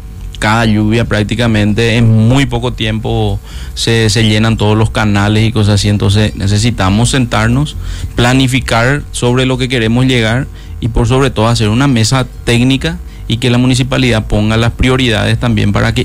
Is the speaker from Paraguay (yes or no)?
yes; Luque, Central, Paraguay; also born or lived in Macaí; desde el preescolar hasta el noveno grado, yo lo hice en la escuela María Auxiliadora, que está acá en Luque